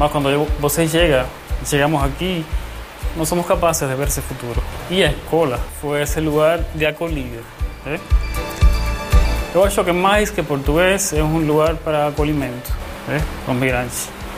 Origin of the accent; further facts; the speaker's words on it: Cuba; moved away as an adult; now in São Paulo, Brazil; Enquanto eu morei lá